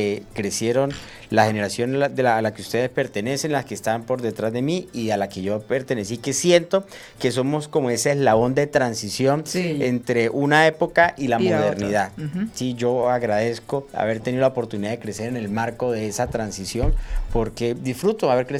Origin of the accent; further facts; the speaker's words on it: Arauca, Colombia; yo crecí aquí en Arauca, en el Araguaney, que eso es pegado al Chircal. En ese momento ese barrio tenía calles sin pavimentar